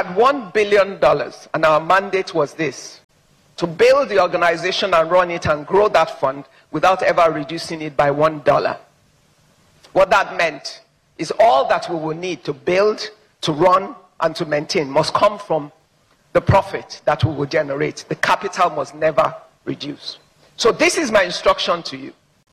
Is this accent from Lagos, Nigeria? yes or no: no; Ibadan, Oyo, Nigeria; I'm not from Ijebu, by the way. I'm an Ibadan girl married to an Ondo man born of a Cameroonian mother. So I have no link with Ijebu.